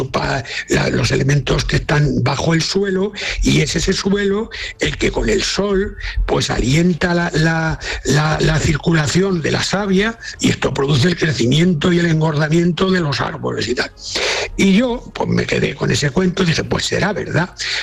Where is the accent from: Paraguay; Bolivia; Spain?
Spain; Castile; En mi pueblo, por ejemplo, castellano